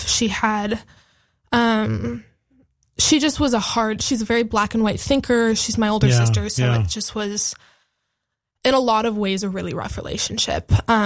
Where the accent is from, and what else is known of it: Bend, Oregon, United States; born or raised there